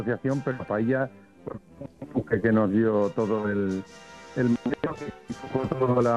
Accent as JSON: {"language": "Spanish", "region": "Extremadura", "country": "Spain", "moved": "yes", "lives_now": "Soria, Spain", "said": "a los extremeños nos cuesta bastante trabajo entrar"}